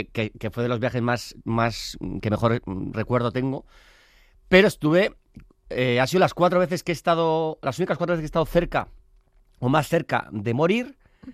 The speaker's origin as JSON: {"language": "Spanish", "town": "San Sebastián", "region": "Basque Country", "country": "Spain"}